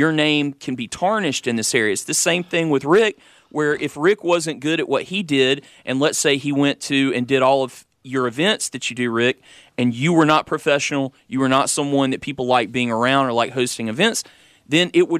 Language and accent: English; Conway, South Carolina, United States; I'm from Conway, live in Conway.